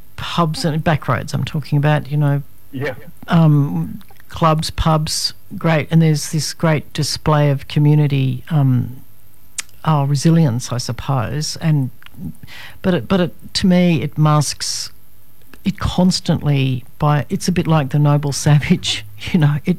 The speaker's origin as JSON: {"language": "English", "town": "Sydney", "region": "New South Wales", "country": "Australia", "moved": "yes", "lives_now": "Armidale, Australia", "said": "I'm originally from Sydney, but I've been here in Armidale, which would be just regional, not even particularly rural. We're rural, obviously, but we're definitely not remote."}